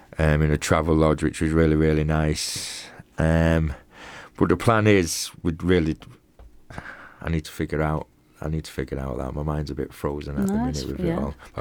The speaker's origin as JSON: {"language": "English", "town": "Manchester", "region": "North West England", "country": "United Kingdom", "tie": "born or raised there", "also_born_or_lived": "Cornwall", "moved": "as an adult", "said": "I'm from Manchester, you can tell by the accent. I'm from Manchester, but Manchester's not good for me. I've lived there all my life, worked there all my life."}